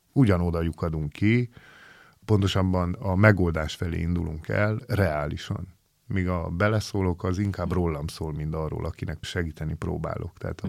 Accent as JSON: {"language": "Hungarian", "region": "Transylvania", "country": "Romania", "said": "itt erdélyi magyarként"}